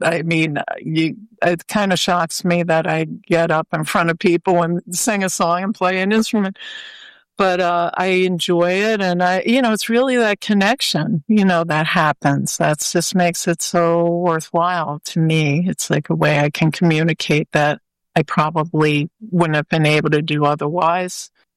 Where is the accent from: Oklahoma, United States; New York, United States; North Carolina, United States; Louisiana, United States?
New York, United States; Staten Island; I grew up on Staten Island, so that was a New York station at the time.